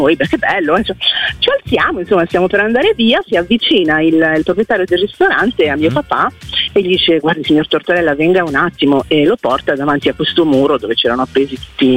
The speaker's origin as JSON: {"language": "Italian", "town": "Milan", "region": "Lombardy", "country": "Italy", "said": "Io sono di Milano."}